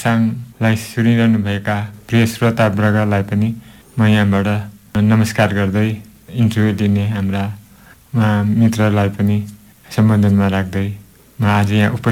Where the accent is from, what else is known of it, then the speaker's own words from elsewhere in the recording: West Bengal, India; मेरो जन्म चामुङ कमान गोठगाउँमा भएको हो, 1944 साल, र मेरो शिक्षा त्यहीँबाट, त्यहाँको कोठी गाउँमा भएको सरकारी स्कुलमा मेरो प्राथमिक शिक्षा सुरु भयो।